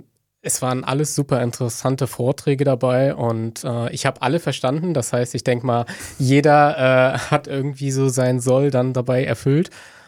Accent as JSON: {"language": "German", "town": "Stralsund", "region": "Mecklenburg-Vorpommern", "country": "Germany", "said": "ich komme ursprünglich aus Stralsund und ich habe in Rostock Landwirtschaft studiert"}